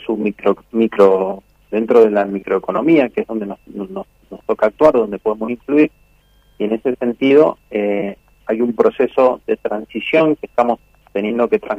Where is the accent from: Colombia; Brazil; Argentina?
Argentina; Mendoza; nosotros como mendocinos